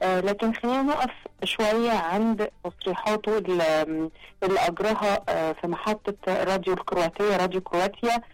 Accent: Egypt; احنا كمصريين

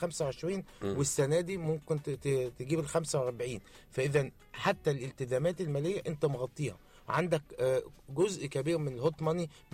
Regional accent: Egypt

